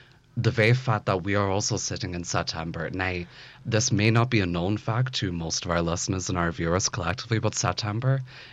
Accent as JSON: {"language": "English", "town": "Belfast", "region": "Northern Ireland", "country": "United Kingdom", "tie": "born or raised there", "said": "I believe myself growing up in Belfast and growing up when I did has definitely influenced how I even, for example, go about documenting my art nowadays."}